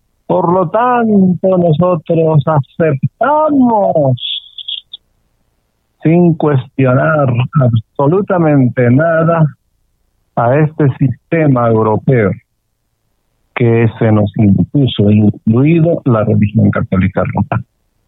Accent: Arequipa, Peru

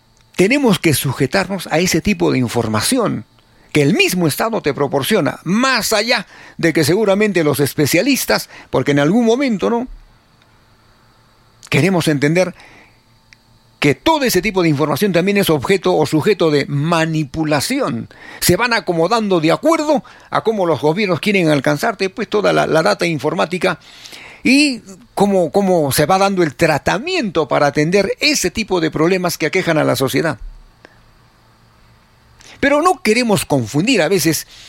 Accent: Arequipa, Peru; Básicamente tenemos que asumir como arequipeños la defensa de lo que es nuestro

